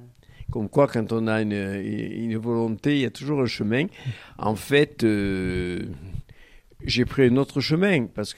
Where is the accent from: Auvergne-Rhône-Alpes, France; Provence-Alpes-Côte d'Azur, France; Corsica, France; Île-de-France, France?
Provence-Alpes-Côte d'Azur, France; Barcelonnette; also born or lived in Saint-Tropez / Sisteron; je suis né à Barcelonnette, ma maman était née à Barcelonnette, toute ma famille est à Barcelonnette, mes fils sont nés à Barcelonnette, et je revendique mes origines ubaïennes. Je suis un véritable montagnard, et en même temps très rural